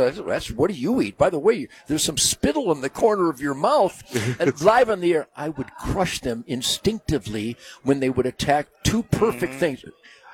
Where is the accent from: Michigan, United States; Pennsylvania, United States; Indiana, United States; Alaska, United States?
Michigan, United States; Detroit; I'm from Detroit.